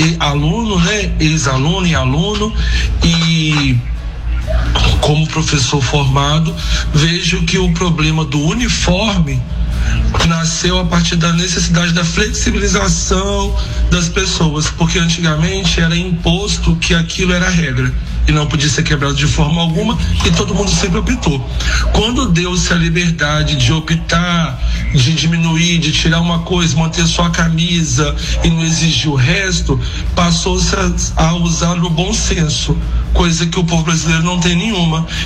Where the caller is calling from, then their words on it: Juiz de Fora, Minas Gerais, Brazil; eu falo de Juiz de Fora, Minas Gerais.